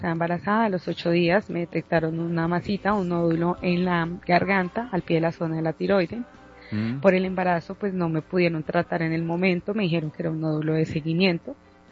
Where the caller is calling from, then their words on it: Ibagué, Tolima, Colombia; hablo desde la ciudad de Ibagué.